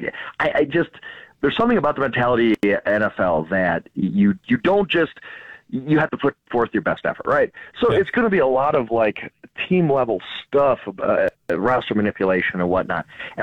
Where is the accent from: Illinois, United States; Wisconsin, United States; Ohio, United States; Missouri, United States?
Wisconsin, United States; I grew up in Wisconsin